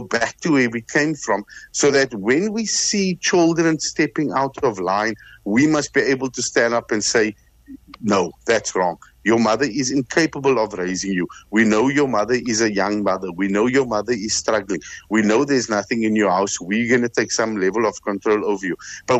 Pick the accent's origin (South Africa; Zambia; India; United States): South Africa; Western Cape; how I grew up in Bontville, and my parents worked. My mother worked, my father worked, and my grandmother worked at a factory in Epping called Kadima.